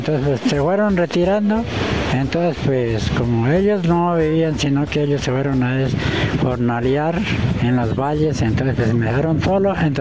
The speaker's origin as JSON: {"language": "Spanish", "country": "Colombia", "said": "yo soy de Solapa, ¿no? … vereda Solapa."}